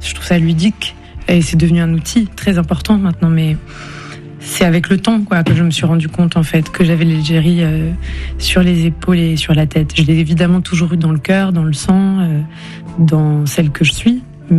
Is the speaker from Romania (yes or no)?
no; France; je me sentais française d'origine algérienne. Et aujourd'hui, je me sens vraiment algérienne de France.